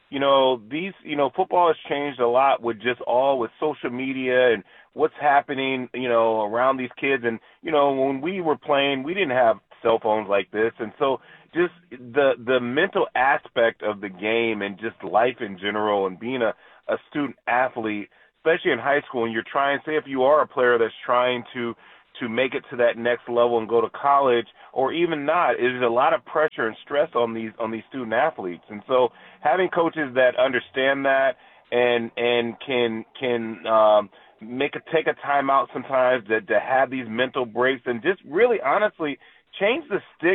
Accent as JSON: {"language": "English", "region": "Texas", "country": "United States", "tie": "born or raised there", "said": "I grew up in Texas, man."}